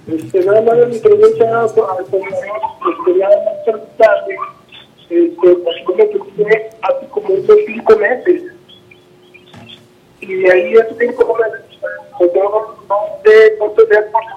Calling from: Fresnillo, Zacatecas, Mexico; De aquí de la colonia Francisco Díaz.

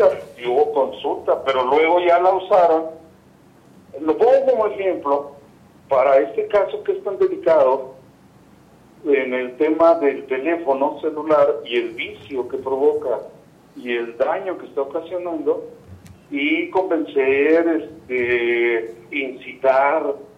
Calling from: Fresnillo, Zacatecas, Mexico; Yo de aquí de Fresnillo

